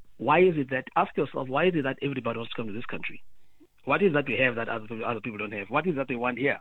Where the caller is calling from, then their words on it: South Africa; I also, as a South African